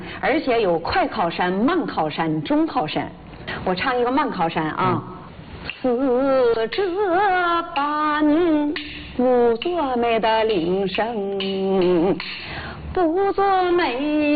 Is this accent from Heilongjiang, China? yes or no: yes; Wuchang, Heilongjiang, China; 我老家在黑龙江省五常市，兴盛乡新家村抠余家屯儿。